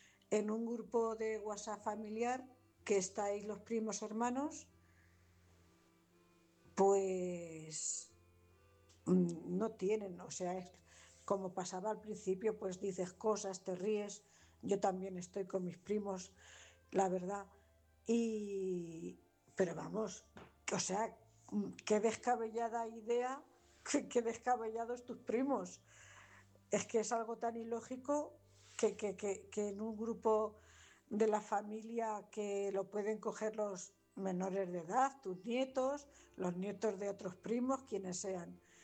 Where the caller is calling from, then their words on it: Cuenca, Castilla-La Mancha, Spain; corresponsal de Cuenca.